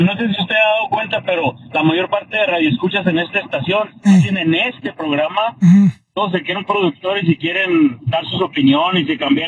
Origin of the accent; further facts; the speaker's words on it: Ciudad Juárez, Chihuahua, Mexico; born there; Yo nací en Ciudad Juárez, Chihuahua.